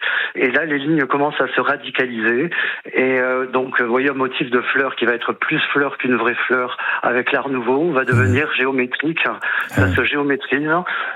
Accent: Toulouse, Occitanie, France; Je suis toulousain donc je parle sans crainte.

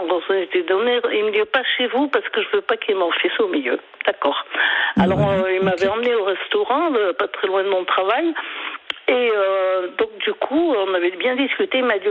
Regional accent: Lyon, Auvergne-Rhône-Alpes, France; born there

